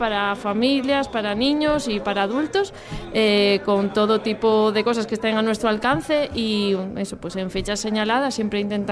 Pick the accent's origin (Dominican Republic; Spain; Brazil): Spain; Gijón, Asturias; yo soy de Gijón